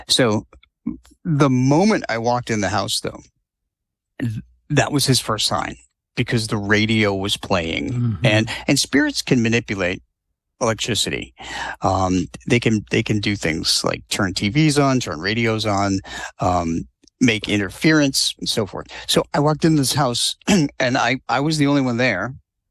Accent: New England, United States; born or raised there

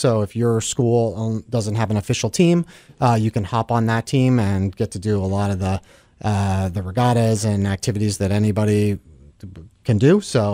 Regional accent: Biddeford Pool, Maine, United States; I grew up in Biddeford Pool, and I was kind of like the scholarship kid there, and the community was really welcoming.

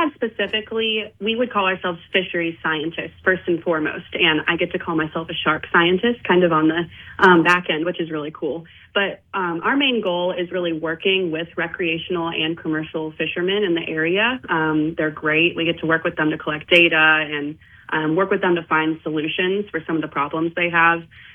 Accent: Tennessee, United States; moved away as an adult; also born or lived in California; I'm originally from Tennessee, but went to school in California for marine biology, and ended up just applying for anything to do with fish, really.

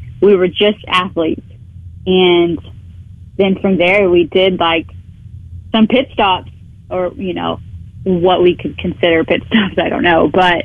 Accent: Amarillo, Texas, United States; Yeah, so I grew up in Amarillo, Texas, and played softball all throughout high school and junior college

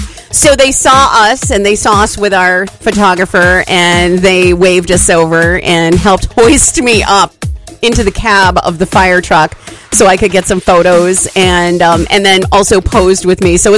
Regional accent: Maine, United States; We are both from Maine

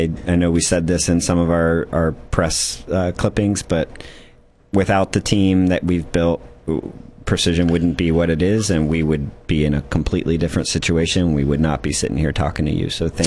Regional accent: East Coast, United States; also born or lived in Colorado; I grew up on the East Coast, went to Colorado for undergrad, came to Pepperdine for my master's, and then...

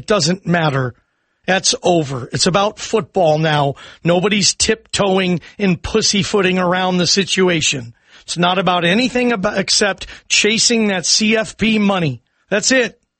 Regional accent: Seattle, Washington, United States; Growing up in Seattle, thank you, Vinny.

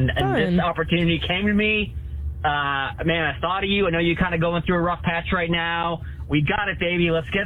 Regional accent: Boston, Massachusetts, United States; We grew up in Boston.

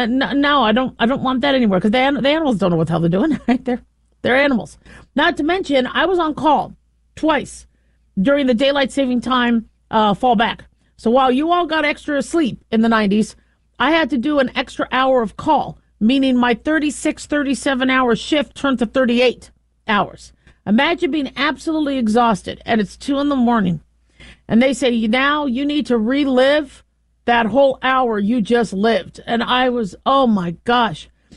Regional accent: California, United States; born there; now in Nevada, United States; Most of us are from California. I was born in California.

